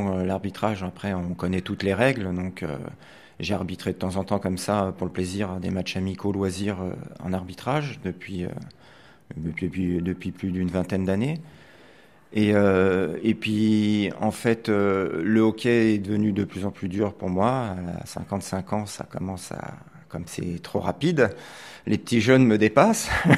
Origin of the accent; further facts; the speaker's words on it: Paris, Île-de-France, France; moved away as an adult; now in Montpellier, France; j'ai 55 ans. Je pratique le hockey depuis 39 ans. Je viens de Paris, en fait. Ça fait 14 ans que je suis sur Montpellier.